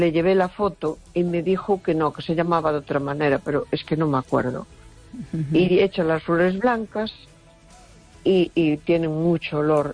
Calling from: A Coruña, Galicia, Spain; de Coruña.

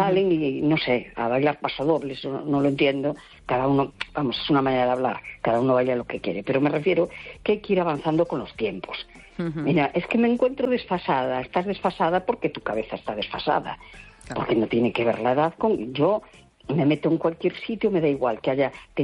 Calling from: A Coruña, Galicia, Spain; Hola, buenas noches … de La Coruña.

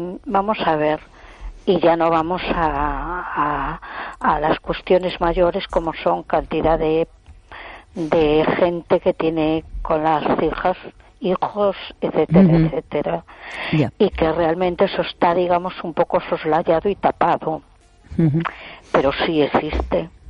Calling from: A Coruña, Galicia, Spain; de Coruña.

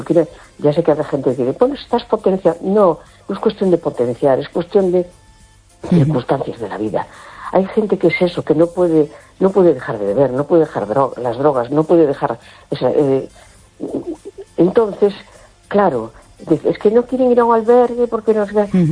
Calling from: A Coruña, Galicia, Spain; de La Coruña.

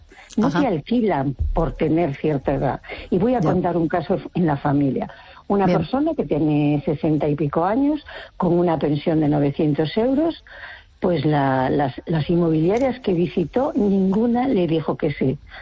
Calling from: Vigo, Galicia, Spain

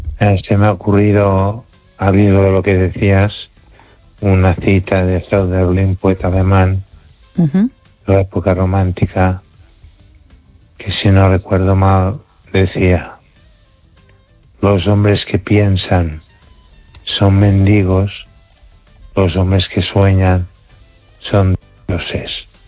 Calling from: Ourense, Galicia, Spain; desde Orense.

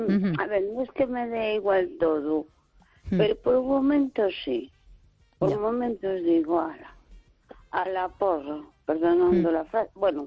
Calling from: A Coruña, Galicia, Spain; Hola, buenas noches. … de Coruña.

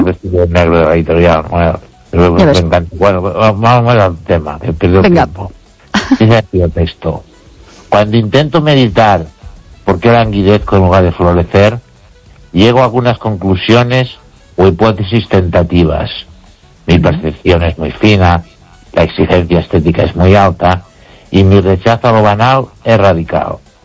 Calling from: Ourense, Galicia, Spain; desde Orense.

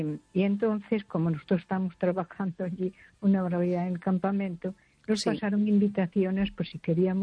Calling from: Ferrol, Galicia, Spain; Soy … de Ferrol.

